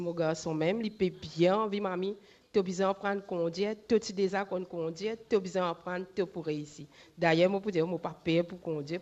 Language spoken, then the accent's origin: French; Mauritius; moved away as an adult; now in Rodrigues, Mauritius; Au fait, moi, je suis à Maurice depuis bien petit.